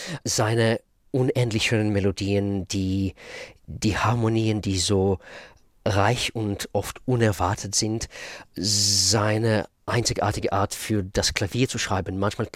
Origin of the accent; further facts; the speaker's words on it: Israel; first language Russian; German is a second language; moved away as an adult; also born or lived in Russia; now in London, United Kingdom; Hebräisch, ja, ich bin in Israel aufgewachsen. 25 Jahre habe ich da gelebt.